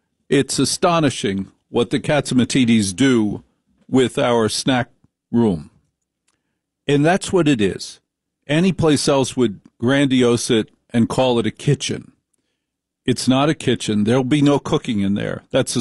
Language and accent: English; Maplewood, New Jersey, United States; I grew up in Maplewood, New Jersey.